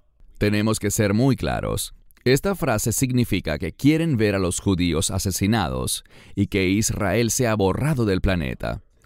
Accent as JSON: {"language": "Spanish", "country": "Colombia", "said": "Yo vengo de Colombia apoyando la protesta en Colombia y ahora estamos apoyando la protesta aquí en Nueva York."}